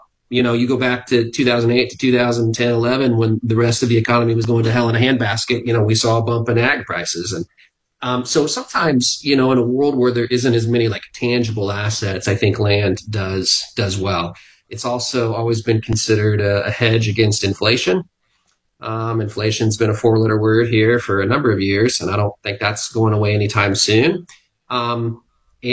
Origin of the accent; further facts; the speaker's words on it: Jacksonville, Illinois, United States; So, yeah, my hometown is in Jacksonville, Illinois.